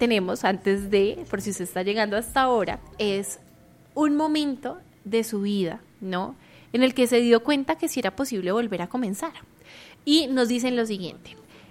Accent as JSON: {"language": "Spanish", "country": "Colombia"}